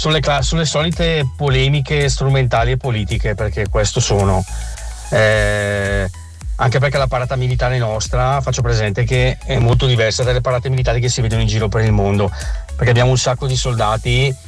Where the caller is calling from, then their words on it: Brescia, Lombardy, Italy; da Brescia.